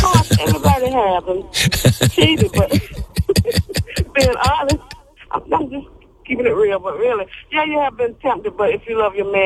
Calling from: North Carolina, United States; I'm calling from North Carolina

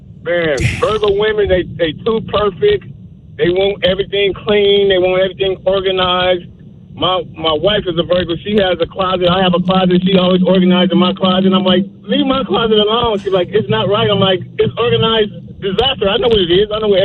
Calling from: East Los Angeles, California, United States; I'm calling from East Los.

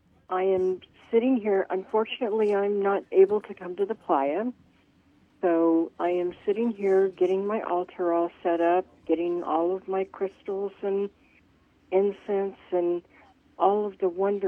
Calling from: Seattle, Washington, United States

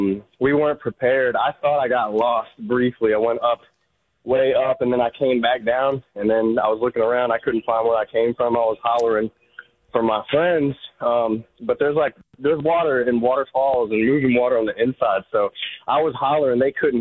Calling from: Richmond, Virginia, United States; I'm calling from Richmond, Virginia.

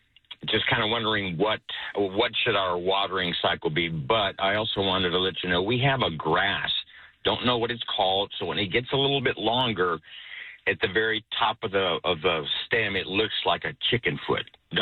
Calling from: Stockdale, Texas, United States

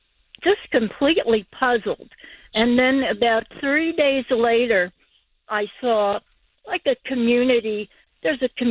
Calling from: Carlisle, Pennsylvania, United States; I am here in Carlisle, Pennsylvania, which is near Harrisburg.

